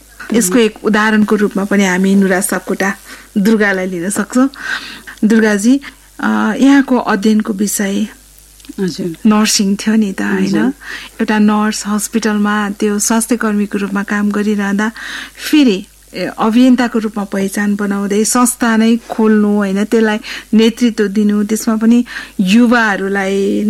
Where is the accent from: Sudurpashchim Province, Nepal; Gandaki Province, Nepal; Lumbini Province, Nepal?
Lumbini Province, Nepal; Butwal; born there; जन्मथलो Rupandehi Butwal.